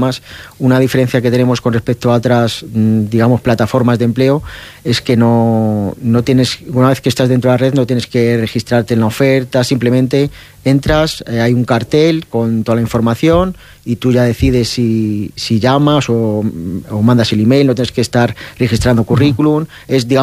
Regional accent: Salamanca, Castile and León, Spain; moved away as an adult; now in Ávila, Spain; yo soy de Salamanca y llevo aquí 4 o 5 años viviendo en Ávila

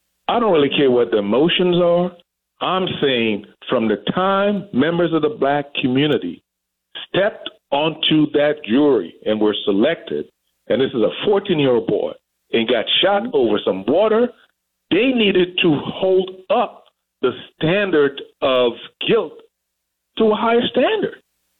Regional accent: Washington, District of Columbia, United States; I grew up in Southwest D.C., and I own 2 apartments in every ward in D.C., multi-level of apartments.

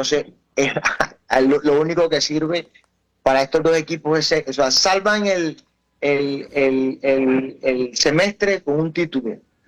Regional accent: Barranquilla, Atlántico, Colombia; Y Junior, lógicamente, soy barranquillero.

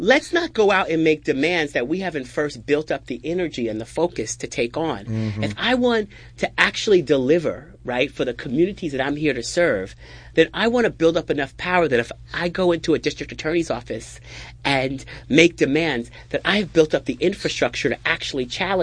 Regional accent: Eastern Long Island, New York, United States; growing up on Eastern Long Island, it's different than growing up in a city.

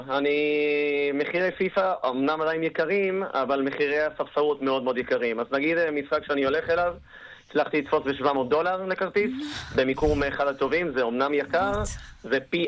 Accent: Argentina; אז בתור ארגנטינאי, הולכת למסי

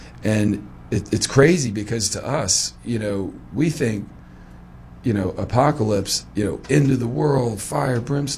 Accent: United States; also born or lived in Israel; I'm an American, but I'm also an Israeli. I lived in Israel for years.

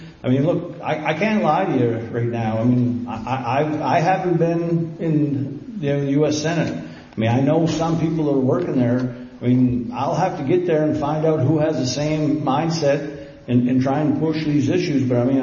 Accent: United States; But I come from Mercer County.

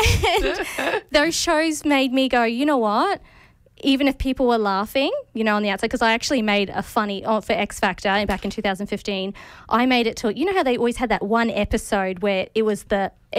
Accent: Queensland, Australia; I'm not used to Melbourne winter at all. I'm a Queenslander.

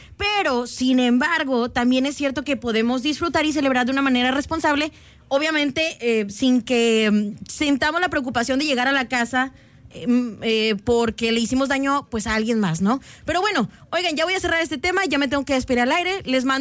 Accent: Mexico; pues también mencionar que como mexicanos, yo estoy segura que me van a dar la razón en este punto

